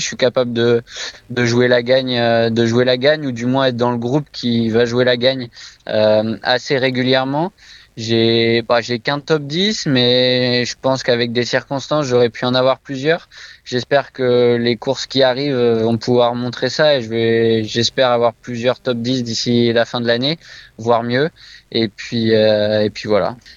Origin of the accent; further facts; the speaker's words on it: Nouvelle-Aquitaine, France; c'est une course chez moi dans ma région d'origine